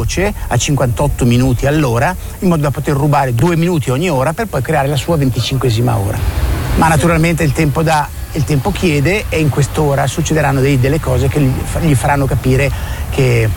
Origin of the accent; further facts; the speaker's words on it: Bergamo, Lombardy, Italy; Io sono un bergamasco puro sangue, adoro la mia città